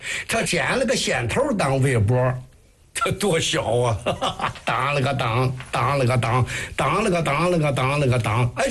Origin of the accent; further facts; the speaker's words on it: Qiqihar, Heilongjiang, China; 天津人不知道我是齐齐哈尔人，